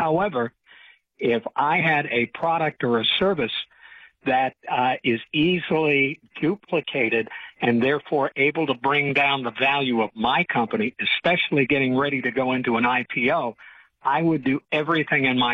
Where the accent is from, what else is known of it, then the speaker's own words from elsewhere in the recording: Brooklyn, New York, United States; I'm a guy from Brooklyn who got hooked on it from Gene Shepard, who was the voice and the narrator on The Christmas Story.